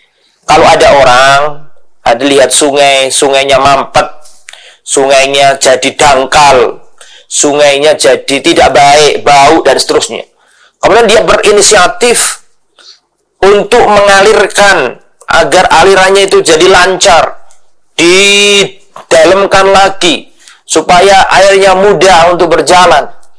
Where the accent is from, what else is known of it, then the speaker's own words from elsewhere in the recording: Lamongan, East Java, Indonesia; daerah saya itu di Lamongan sana